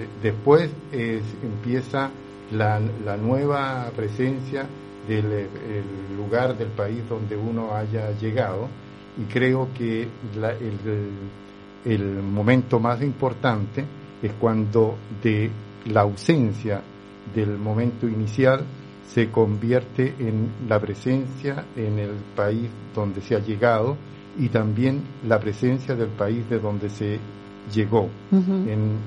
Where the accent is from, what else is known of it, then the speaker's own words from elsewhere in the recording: Chile; now in Italy; Sí, Sí, yo llegué a Italia solo. O sea, yo salí de Chile a través de la embajada italiana en Santiago.